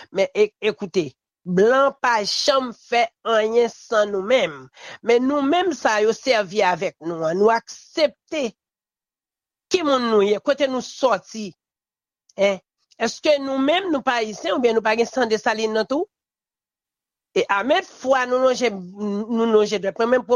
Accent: Haiti; Parce que moi-même, je sens frustré en tant que haïtien.

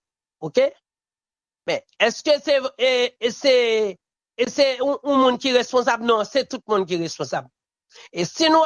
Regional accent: Haiti

